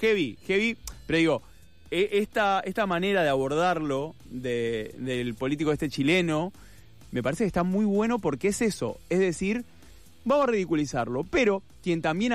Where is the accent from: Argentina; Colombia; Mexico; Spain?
Argentina